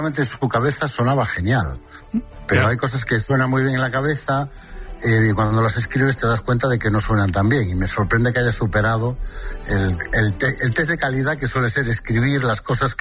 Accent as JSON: {"language": "Spanish", "region": "Galicia", "country": "Spain", "said": "Sí, yo soy la maña de Lugo, que es lo más gallego que se puede ser."}